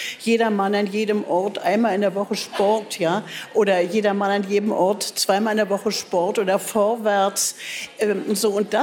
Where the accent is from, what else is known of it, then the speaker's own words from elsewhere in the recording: Berlin, Germany; ich bin eine Berliner Spottdrossel.